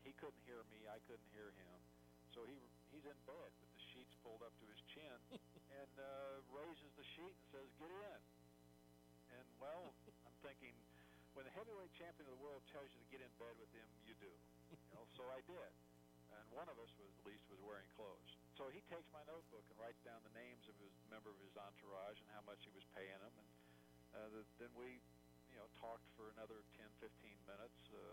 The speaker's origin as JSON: {"language": "English", "town": "Louisville", "region": "Kentucky", "country": "United States", "said": "but he knew I was from Louisville. He knew I was his hometown reporter."}